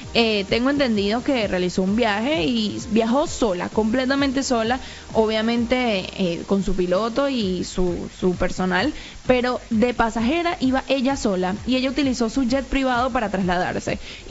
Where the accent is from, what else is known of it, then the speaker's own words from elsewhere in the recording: Portugal; yo soy portuguesa también